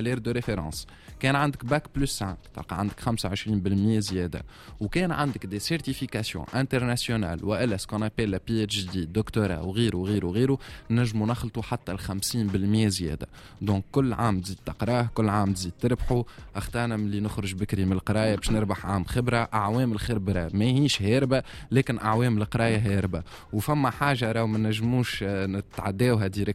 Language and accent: Arabic; Tunisia